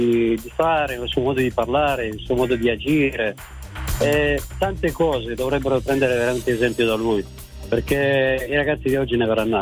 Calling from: Turin, Piedmont, Italy; Ti chiamo da Torino e sono un panettiere.

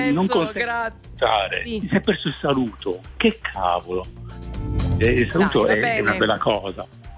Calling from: Agrate Brianza, Lombardy, Italy; Io abito ad Agate Brianza.

